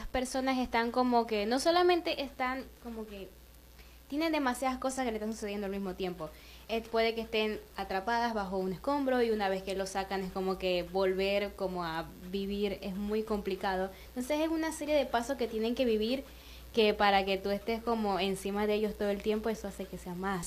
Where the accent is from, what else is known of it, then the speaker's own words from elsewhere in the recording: Venezuela; nos afecta a todos como venezolanos